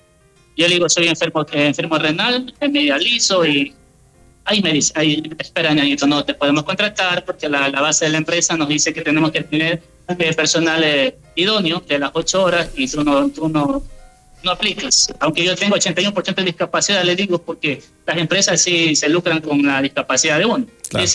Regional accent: Guayaquil, Guayas, Ecuador; yo soy de acá de Guayaquil.

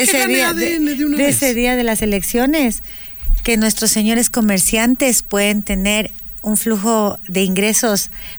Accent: Ecuador; nosotros terminamos como ecuatorianos pagando estas elecciones

